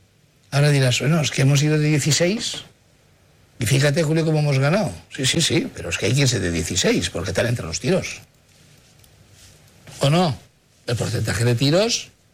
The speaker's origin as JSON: {"language": "Spanish", "town": "Onda", "region": "Valencian Community", "country": "Spain", "tie": "born or raised there", "said": "Yo que soy de pueblo de Onda, allí de la montaña, allí tenemos una roca que se llama el Cap del Nano."}